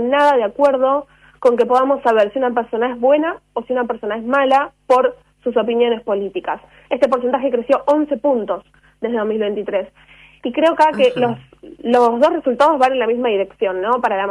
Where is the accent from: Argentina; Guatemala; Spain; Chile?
Argentina